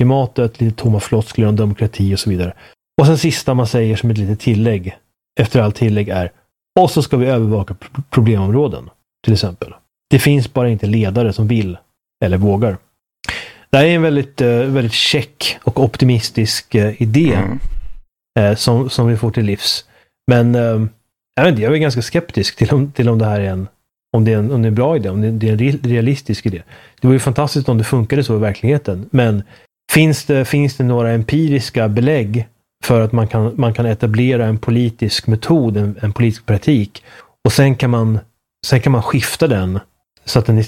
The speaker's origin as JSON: {"language": "Swedish", "country": "Sweden", "said": "som svensk betraktare"}